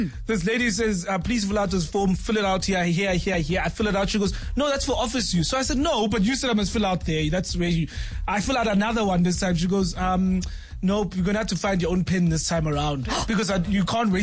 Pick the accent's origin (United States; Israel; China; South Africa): South Africa; Durban, KwaZulu-Natal; moved away as an adult; now in Johannesburg, South Africa; As you know, I'm from Durban.